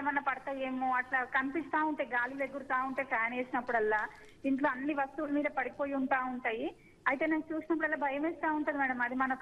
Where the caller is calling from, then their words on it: Hyderabad, Telangana, India; నేను హైదరాబాద్ నుంచి మాట్లాడుతున్నాను మేడం.